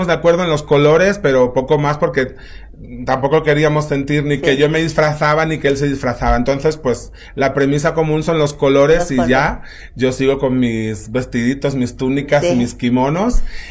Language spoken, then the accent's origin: Spanish; Spain; now in Mexico; Hay muchas palabras que ya, pues, de forma natural me salen como de aquí, que en España no tienen sentido